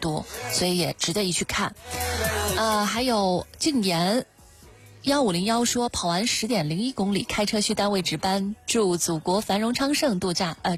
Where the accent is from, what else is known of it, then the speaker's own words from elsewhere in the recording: Taiyuan, Shanxi, China; moved away; 虽然我是太原人，但是其实也是很早离开家乡